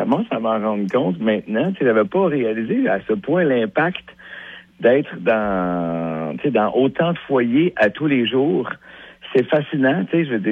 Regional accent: Sainte-Clotilde, Quebec, Canada; born there; Je suis né à Montréal, tu sais, mais Sainte-Clotilde, en fait. Ma première maison, première demeure à Sainte-Clotilde.

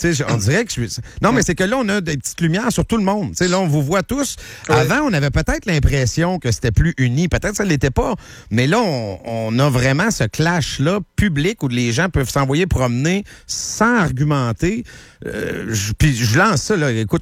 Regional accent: Quebec, Canada; Moi, je viens du début des années 80, donc l'air très PQ, très nationaliste, très nous sommes Québécois

